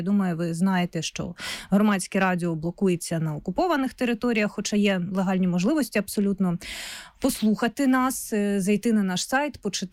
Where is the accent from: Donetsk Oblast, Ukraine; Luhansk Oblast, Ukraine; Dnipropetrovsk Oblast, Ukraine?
Luhansk Oblast, Ukraine; я сама з Луганщини, і на Луганщині, на певній частині Луганщини, це була прям проблема. От той регіон, з якого я, у нас води не було місяцями